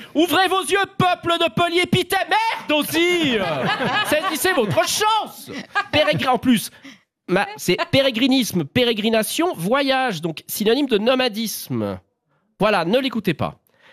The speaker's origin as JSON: {"language": "French", "region": "Geneva", "country": "Switzerland", "tie": "born or raised there", "also_born_or_lived": "Vaud", "said": "Alors déjà dire que même si j'ai grandi à Genève, je suis originaire de Sainte-Croix et Concise, et donc puissamment vaudois."}